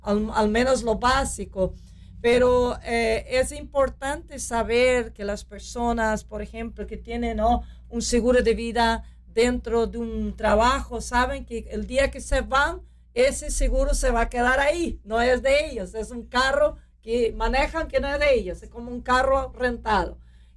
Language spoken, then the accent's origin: Spanish; Brazil; yo también soy latina de Sudamérica, de Brasil, pero no somos buenos ahorrando, ¿no?